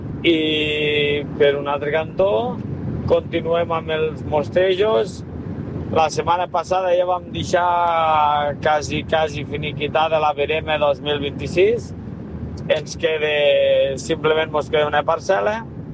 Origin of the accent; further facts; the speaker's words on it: Almenar, Catalonia, Spain; la festa major del meu poble, d'Almenar